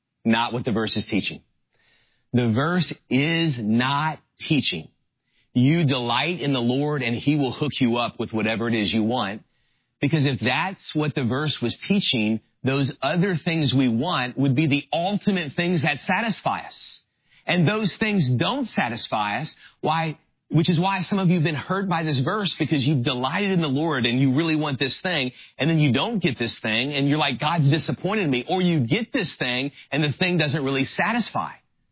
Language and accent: English; New Orleans, Louisiana, United States; also born or lived in Miami; now in Orange County, United States; he knows I grew up in New Orleans, and I lived in Miami for 8 years, and now I live in Orange County